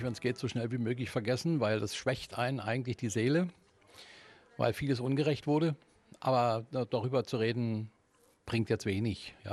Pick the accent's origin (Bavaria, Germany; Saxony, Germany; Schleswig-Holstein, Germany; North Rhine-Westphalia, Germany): Saxony, Germany; Görlitz; moved away; Ich bin ja nur hier wieder hergekommen, weil ich gebürtiger Görlitzer bin